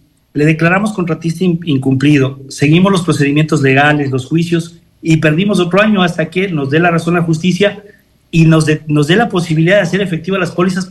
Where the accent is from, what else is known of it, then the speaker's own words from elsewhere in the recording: Guaranda, Bolívar, Ecuador; moved away as an adult; now in Quinsaloma, Ecuador; Yo de donde vengo, yo soy guarandeño de nacimiento, estuve en Guaranda hasta que cumplí 19 años y conocí con Quinsaloma y creí en esta tierra y me volví hijo de aquella.